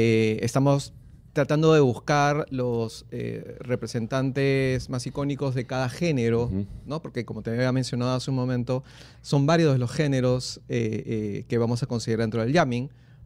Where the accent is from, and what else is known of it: Peru